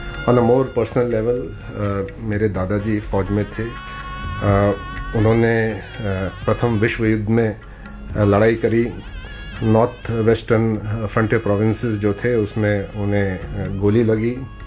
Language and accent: Hindi; Himachal Pradesh, India; हम पहाड़ी इलाके से हैं, मैं हिमाचल से हूँ